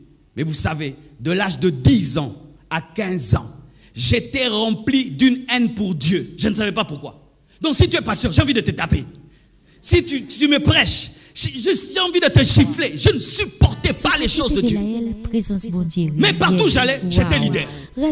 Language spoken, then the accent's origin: French; Kivu, DR Congo; Le swahili, c'est l'une de nos langues au Kivu, parce que j'ai grandi au Kivu.